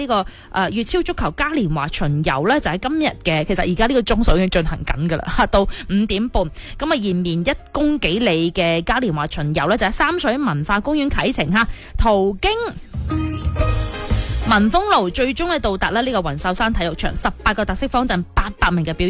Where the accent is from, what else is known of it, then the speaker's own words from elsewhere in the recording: Guangdong, China; 我哋广东人